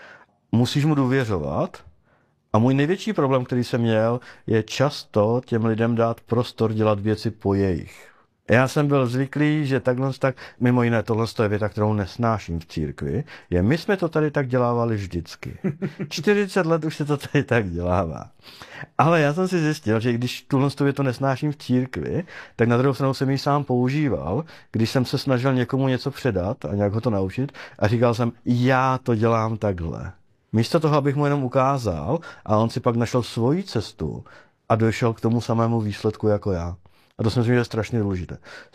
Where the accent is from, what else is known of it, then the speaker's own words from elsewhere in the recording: Moravian-Silesian Region, Czechia; jak bych tak u nás na Bruntálsku řekli, na férovku, bez obalu